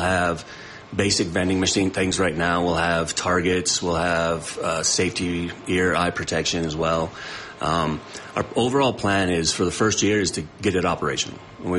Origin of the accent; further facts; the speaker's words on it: Leadville, Colorado, United States; growing up in Leadville